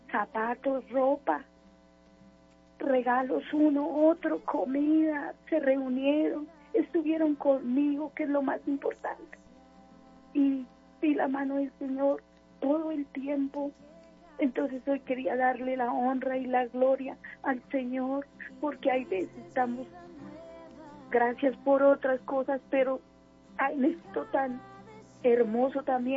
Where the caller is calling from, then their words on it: Bogotá, Colombia; Aquí en Patio Bonito, Bogotá.